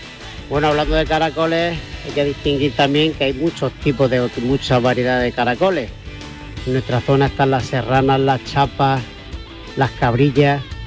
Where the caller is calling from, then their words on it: Sorbas, Andalusia, Spain; En Sorbas, en Distrito.